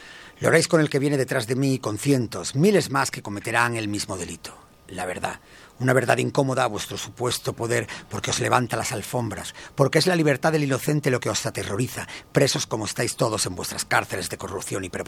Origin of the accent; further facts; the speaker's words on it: Spain; Yo es que soy muy español, ¿sabes? Soy muy patriótico.